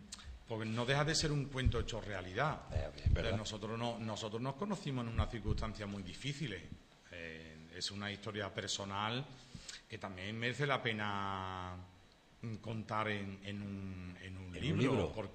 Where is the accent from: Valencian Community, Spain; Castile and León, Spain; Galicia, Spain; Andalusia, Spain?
Andalusia, Spain; Sanlúcar de Barrameda; si yo tengo que traer a mi mente las imágenes más claras del lugar de donde soy, de cómo era el cielo, de cómo eran las plantas, los caminos, etcétera, etcétera, pues eso es Pago Calvario. Luego, por extensión, vale. Sanlúcar